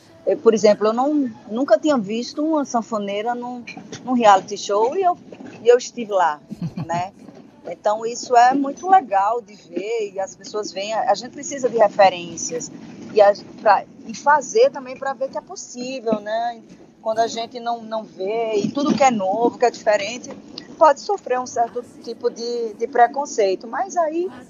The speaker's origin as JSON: {"language": "Portuguese", "region": "Paraíba", "country": "Brazil", "tie": "born or raised there", "also_born_or_lived": "João Pessoa, Paraíba", "said": "eu sou essa criança que cresci no Alto Sertão, né? Embora tenha nascido em João Pessoa, eu e minhas irmãs, a minha família inteira é do Alto Sertão."}